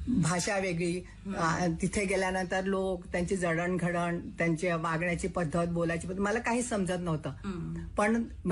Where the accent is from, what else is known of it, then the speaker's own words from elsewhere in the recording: Madhya Pradesh, India; moved away as an adult; मी आहे मध्य प्रदेशातली आणि … हे आहे आंध्रातले.